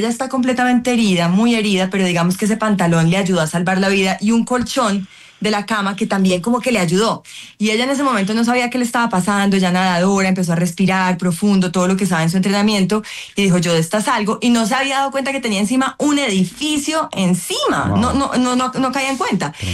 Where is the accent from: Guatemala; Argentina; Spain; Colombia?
Colombia; Me siento muy orgullosa de ser colombiana.